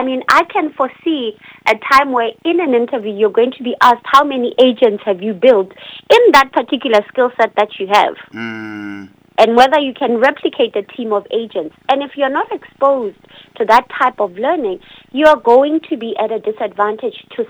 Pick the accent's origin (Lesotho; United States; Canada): Lesotho